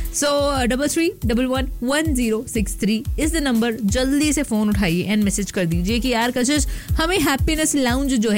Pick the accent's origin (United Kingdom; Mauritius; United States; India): India; Bhopal, Madhya Pradesh; now in Qatar; and मैं भोपाल से हूँ, एंड हाँ कतर जो है वो थोड़ा सा रिजेंबल जो है वो करता है, बिकॉज यहाँ पानी है, रोड वैसी ही है, सीनरी वैसी ही है